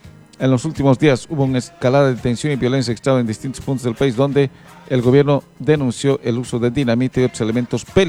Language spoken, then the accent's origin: Spanish; Bolivia; como bolivianos somos inviables.